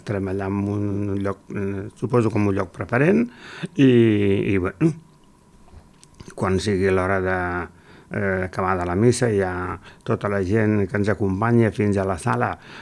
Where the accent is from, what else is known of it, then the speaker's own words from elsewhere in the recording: Mataró, Catalonia, Spain; moved away as an adult; now in Argentona, Spain; Soc cap gros, nascut a Mataró.